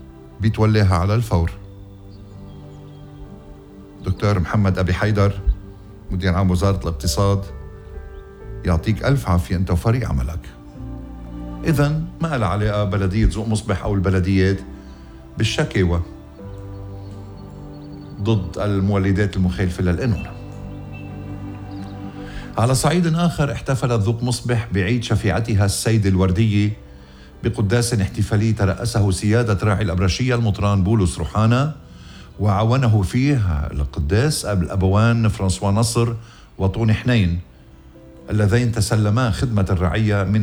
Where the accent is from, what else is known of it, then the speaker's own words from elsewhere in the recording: Ghazir, Keserwan-Jbeil, Lebanon; هالدير وسلسلة الأديار اللي أسسهم ابن ضيعتي الحلوة غزير